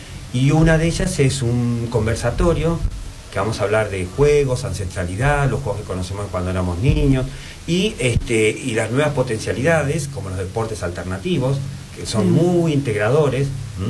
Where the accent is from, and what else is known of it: Patagonia, Argentina